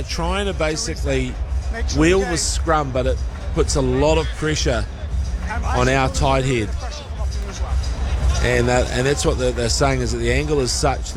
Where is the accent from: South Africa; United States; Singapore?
South Africa; It's shape being South African.